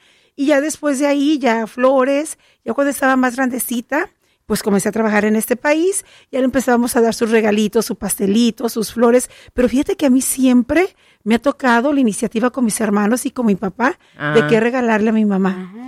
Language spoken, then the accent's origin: Spanish; Mexico; moved away; yo crecí en México también